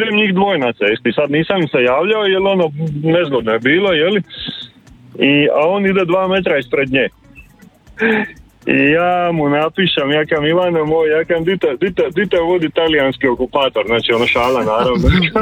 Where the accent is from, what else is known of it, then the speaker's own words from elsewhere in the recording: Zadar, Zadar County, Croatia; Ja sam tu, jel, ja sam se rodio tu i tu sam cijeli život.